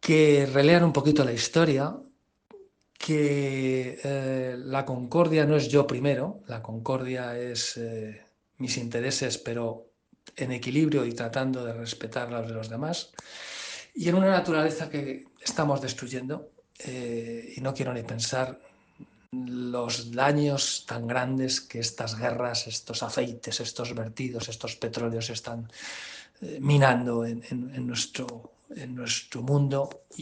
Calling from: Madrid, Community of Madrid, Spain; de Madrid.

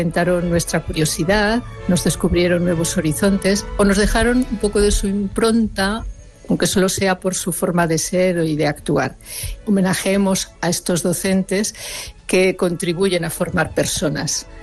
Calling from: Zaragoza, Aragon, Spain; de Zaragoza.

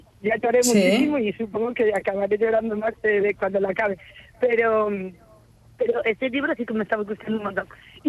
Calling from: Pontevedra, Galicia, Spain; vivo en Vigo habitualmente, pero yo soy de Pontevedra y ahora mismo estoy aquí en una playita en un recuncho de Galicia

